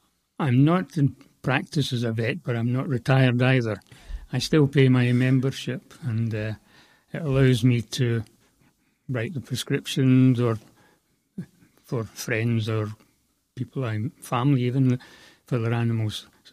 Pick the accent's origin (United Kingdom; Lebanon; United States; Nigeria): United Kingdom; Darvel, Scotland; accent: Scottish; also born or lived in Belfast, Northern Ireland; now in Wales; So I was brought up there. The town I came where I grew up called Darvo, which is in the west of Scotland, in Ayrshire.